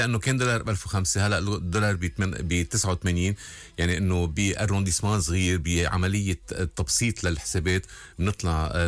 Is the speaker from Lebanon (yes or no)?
yes; Lebanon; المهم انه نقتنع انه بدنا نحل مشكلتنا نحن كلبنانيين